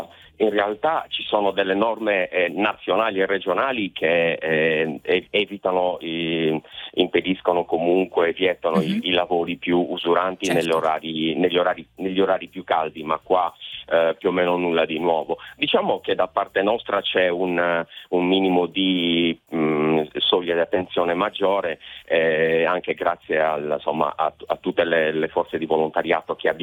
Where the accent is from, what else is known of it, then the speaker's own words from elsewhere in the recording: Sardinia, Italy; born there; da quando siamo nati in Sardegna